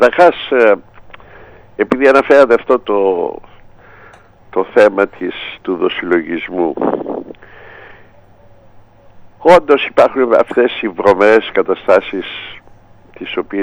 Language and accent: Greek; Greece; εμείς σαν Έλληνες διαχρονικά στην ιστορία είμαστε πάντοτε στη μεριά της ηθικής διάστασης όλων των αγώνων